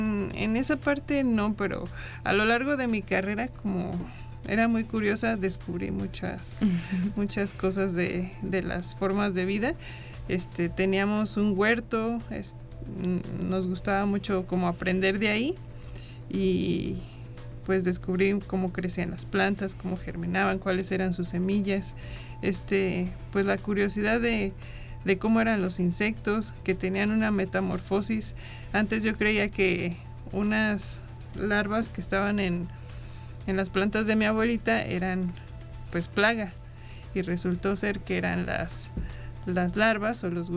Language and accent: Spanish; San Luis Potosí, Mexico; soy de aquí de San Luis Potosí